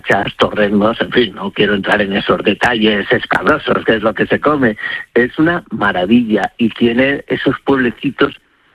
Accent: Castile and León, Spain; also born or lived in Madrid; Pero hombre, ¿cómo no lo voy a conocer si es mi tierra? Que es que yo me crié tirando cantos a los del pueblo de arriba, a los de Navasequilla, y los de la Lastra me tiraban cantos a mí

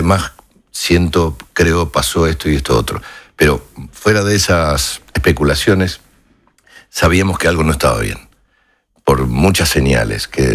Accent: Argentina; Bien, bien, como somos los argentinos

